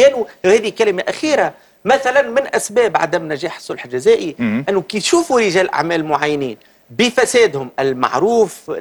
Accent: Tunisia; ببساطة كتونسي، ولأن ليس كجامعة وكمحلل، أتمنى أولا انفراجا في الحياة السياسية

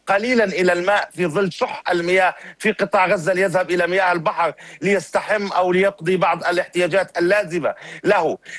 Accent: Palestine; اعتدنا كفلسطينيين

